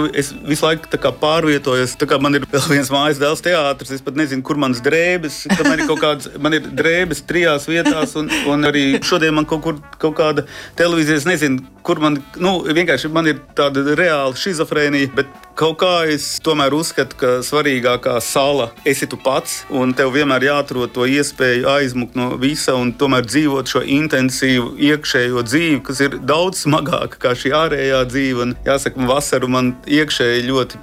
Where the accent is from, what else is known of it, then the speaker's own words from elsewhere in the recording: Latgale, Latvia; also born or lived in Riga; saucu par trimdes latgalieti. Nu, es esmu piedzimis Rīgā, bet, protams, ka man garīgā dzimtene ir visa mana bērnība Latgalē